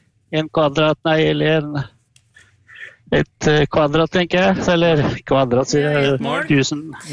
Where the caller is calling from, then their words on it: Holmestrand, Vestfold, Norway; Ja, nå så sitter vi vel midt i Vestfold, kan jeg tenke meg, rundt Holmestrand, midt på innlandet der.